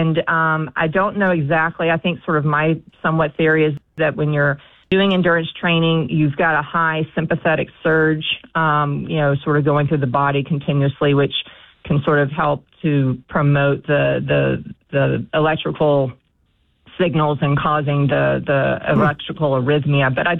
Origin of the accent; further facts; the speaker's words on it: Chattanooga, Tennessee, United States; I'm very glad to be back in my hometown community, and it's been wonderful being back in Chattanooga.